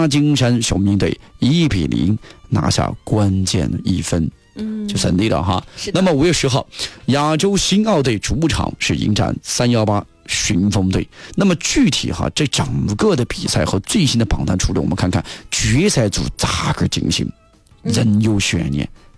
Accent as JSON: {"language": "Chinese", "town": "Ya'an", "region": "Sichuan", "country": "China", "tie": "born or raised there", "said": "生在这样的一个茶香古里当中哈。我的家乡在茶香古里"}